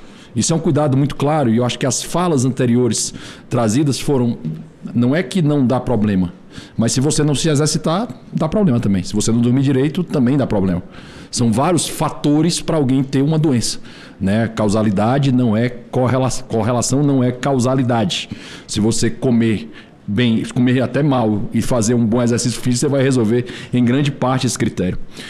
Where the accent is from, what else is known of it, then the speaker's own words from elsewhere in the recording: Ceará, Brazil; eu sou cearense, então é um privilégio ouvir o alagoano falando, nós que somos de um estado só, que é o Grande Nordeste